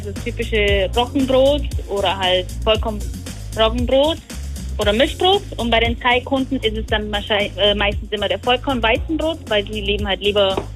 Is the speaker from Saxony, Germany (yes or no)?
no; Memmingen, Bavaria, Germany; moved away as an adult; also born or lived in Illertissen; now in Bangkok, Thailand; geboren bin ich in Illertissen, also das ist nähe Memmingen, aufgewachsen in Memmingen, aber bin tatsächlich Italienerin.